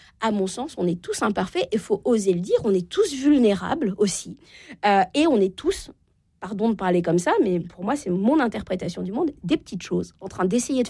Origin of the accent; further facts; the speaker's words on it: Normandy, France; je viens de Normandie, je peux me permettre de citer